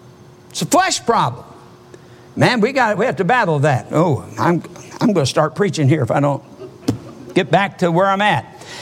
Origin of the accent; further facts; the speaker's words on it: Michigan, United States; Now, as many of you know, I'm from Michigan. Being from Michigan, I happen to be a lifelong Detroit Lions football fan.